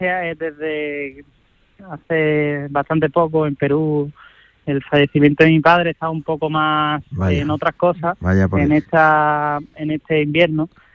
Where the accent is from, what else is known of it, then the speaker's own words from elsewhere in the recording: Huelva, Andalusia, Spain; es una feria que, bueno, es la de mi tierra, Huelva, que tiene una connotación súper especial para mí